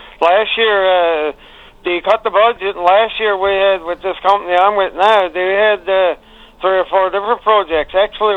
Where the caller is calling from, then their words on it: Rock Harbour, Newfoundland and Labrador, Canada; I'm calling from Bjorn Peninsula again here in Rock Harbor